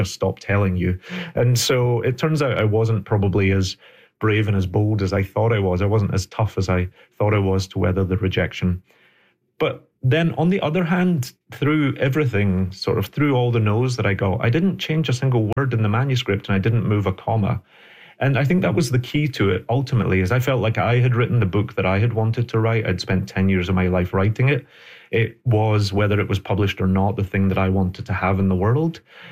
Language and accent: English; Scotland, United Kingdom; born there